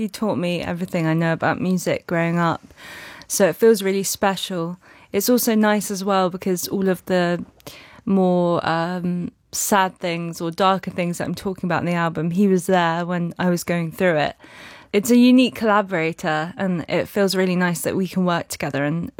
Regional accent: Brighton, South East England, United Kingdom; also born or lived in London; We moved from London to Brighton when I was very young.

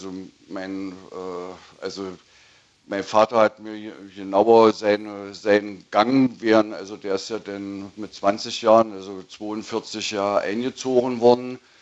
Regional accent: Germany; ich bin in der DDR groß geworden

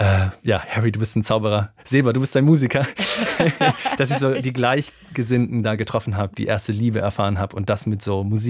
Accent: Alsfeld, Hesse, Germany; born or raised there; also born or lived in Berlin

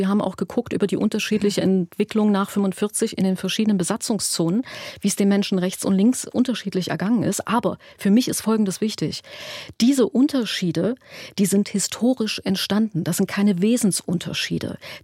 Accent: Leipzig, Saxony, Germany; ich komme aus Leipzig

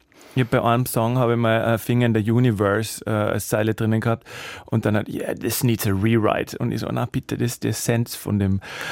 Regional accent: Salzburg, Austria; ich komme wirklich aus Salzburg

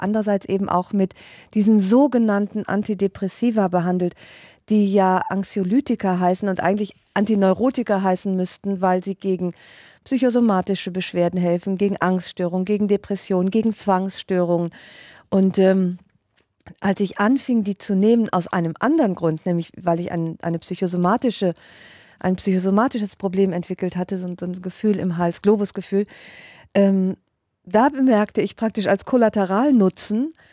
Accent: Rhineland, Germany; weil ich ich bin ja Rheinländerin und Ungarin, also in entsprechenden Situationen bin ich durchaus dramatisch und auch glaubwürdig.

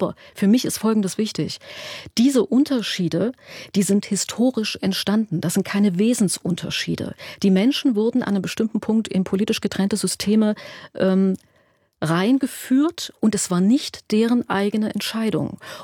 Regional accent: Leipzig, Saxony, Germany; born there; ich kann mich dort, egal wo ich geboren bin, auch eben in Leipzig, komplett mit diesem Text identifizieren

